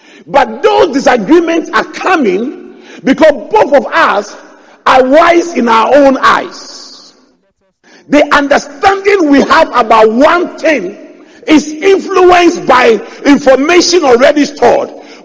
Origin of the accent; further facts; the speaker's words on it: Accra, Greater Accra, Ghana; I grew up in Adabraka, opposite the mosque.